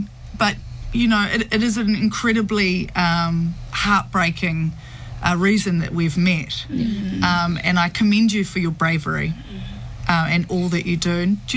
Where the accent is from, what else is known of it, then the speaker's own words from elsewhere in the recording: Opotiki, Bay of Plenty, New Zealand; I grew up in Opotiki.